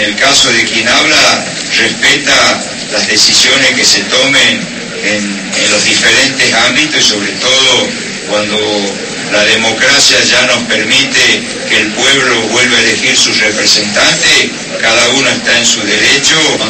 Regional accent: Tucumán, Argentina; Como gobernador de la provincia, pero como tucumano fundamentalmente, me siento orgulloso de la salud pública de la provincia de Tucumán.

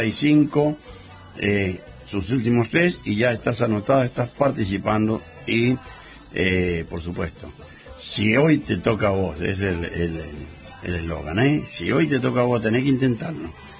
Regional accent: Argentina; nos identificamos como argentinos nacidos en esta tierra.

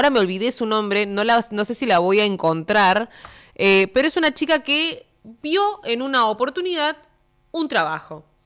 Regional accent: Argentina; Como argentinos siento que tenemos ese poder y estamos acostumbrados medio a estar cagadito a palos todo el tiempo

